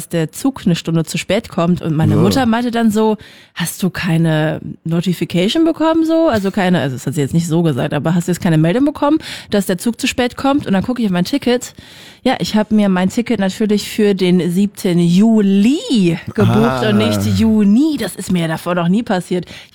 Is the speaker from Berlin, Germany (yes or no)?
no; Hannover, Lower Saxony, Germany; Und zwar war ich in Hannover in meiner Heimatstadt und wollte dann zurückfahren